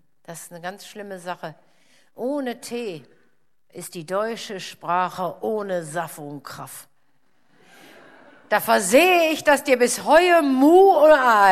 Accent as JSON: {"language": "German", "town": "Cologne", "region": "North Rhine-Westphalia", "country": "Germany", "said": "Das hätte ich jetzt als Kölnerin überhaupt nicht zu hoffen gewagt."}